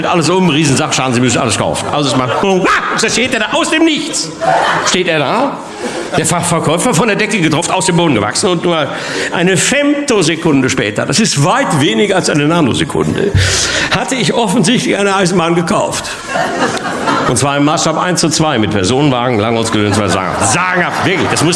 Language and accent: German; Bochum, North Rhine-Westphalia, Germany; Ich komme aus Bochum und Bochum ist im Prinzip nichts anderes als Toys R Us mit Rand.